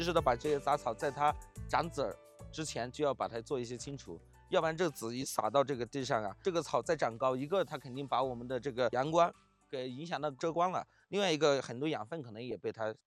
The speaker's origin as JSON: {"language": "Chinese", "town": "Lincang", "region": "Yunnan", "country": "China", "tie": "born or raised there", "lives_now": "Dali, China", "said": "我老家是我们云南省临沧市的"}